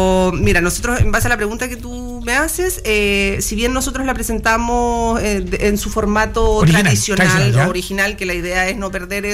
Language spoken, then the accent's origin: Spanish; Chiloé, Los Lagos, Chile; now in Los Ángeles, Chile; Yo no soy de Los Ángeles, yo soy chilota. Me casé con un angelino